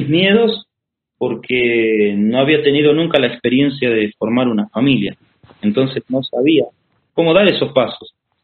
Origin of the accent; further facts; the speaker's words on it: Argentina; now in Brazil; acá de Brasil, donde estamos ahora. Y yo estaba en Argentina, estaba haciendo trabajos misioneros en mi país, hice en otros países también.